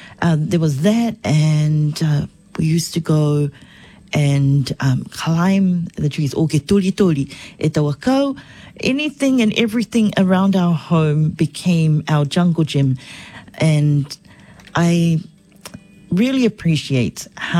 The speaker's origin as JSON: {"language": "English", "country": "Niue", "tie": "born or raised there", "said": "Growing up in Niue"}